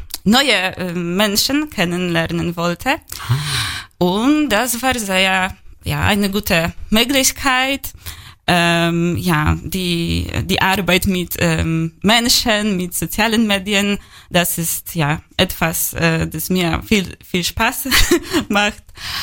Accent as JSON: {"language": "German", "country": "Poland", "second_language": "German", "moved": "as an adult", "lives_now": "Germany", "said": "Genau, ich komme aus Polen. Ich bin in Deutschland seit 2,5 Jahren."}